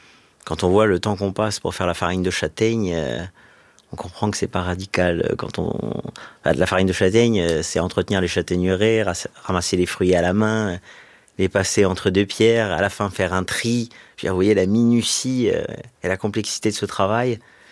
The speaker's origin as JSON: {"language": "French", "region": "Corsica", "country": "France"}